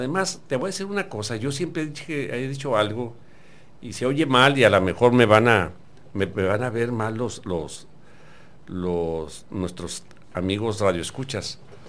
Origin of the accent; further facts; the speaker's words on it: Mexico; y como mexicanos debemos, sí, poner el ejemplo de que somos gente.